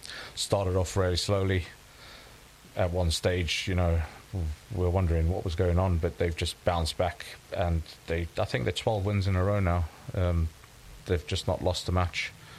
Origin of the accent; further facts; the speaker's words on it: South Africa; now in Tameside, United Kingdom; And I come from South Africa, so sports is like a big thing in South Africa.